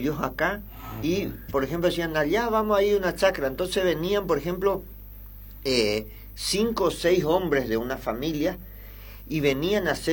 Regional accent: General Alvear, Misiones, Argentina; El año antepasado hicimos un General Alvear en mi pueblo.

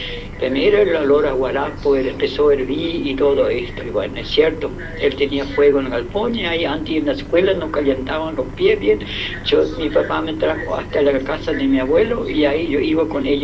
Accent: Tucumán, Argentina; nos criamos juntos en Alberde allá.

